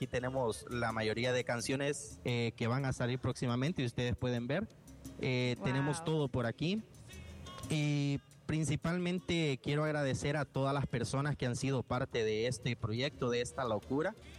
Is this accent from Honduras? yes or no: yes; Honduras; moved away as an adult; now in United States; Yo salgo de Honduras, creo que como muchos hondureños, pues nos ha tocado, pese a situaciones económicas, yo salí de mi país en el 2022, llego a Estados Unidos